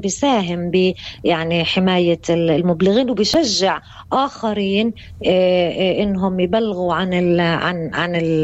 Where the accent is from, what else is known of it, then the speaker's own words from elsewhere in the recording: Palestine; احنا كشعب فلسطيني